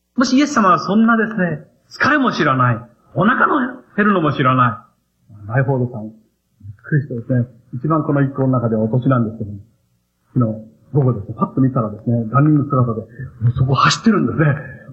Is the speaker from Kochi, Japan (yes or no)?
yes; Tosashimizu, Kochi, Japan; now in Uchinada, Japan; 私も子供の頃四国で育ちましたので、四国のジョン万次郎、最初にアメリカに日本人として行ったジョン万次郎を産んだですね、その中野浜っていうところで育ったわけです。